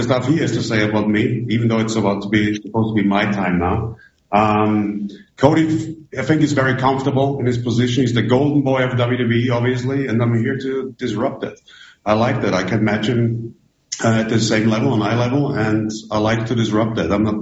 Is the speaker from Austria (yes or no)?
yes; Austria; I grew up in Austria, which is just right next door. I'm a proud European